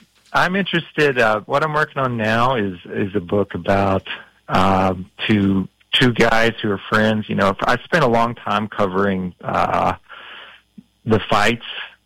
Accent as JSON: {"language": "English", "region": "Kentucky", "country": "United States", "tie": "born or raised there", "moved": "yes"}